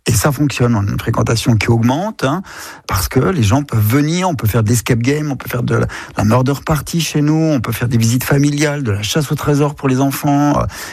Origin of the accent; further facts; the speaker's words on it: Grand Est, France; j'habite pas sur le site et que je viens de la Meurthe-et-Moselle, du pays du fer, parce que mon père était mineur de fer